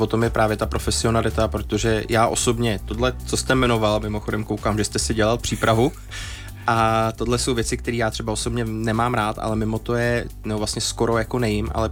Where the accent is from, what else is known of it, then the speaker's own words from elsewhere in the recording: Zlín Region, Czechia; byť jsem vlastně z Valašska, kde jehněčí maso bylo od malička vlastně populární nebo vaří se u nás hodně.